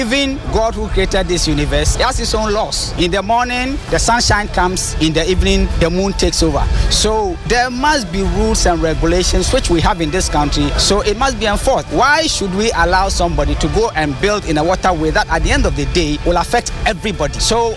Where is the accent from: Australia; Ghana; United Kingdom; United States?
Ghana; So all of us as Ghanaian citizens must learn to abide by the rules and regulations and be law-abiding citizens